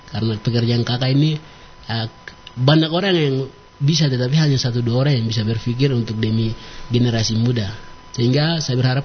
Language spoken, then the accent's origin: Indonesian; Baliem Valley, Highland Papua, Indonesia; first language Nayak (Dani); saya anak Lemba asli. Dari JJS ini.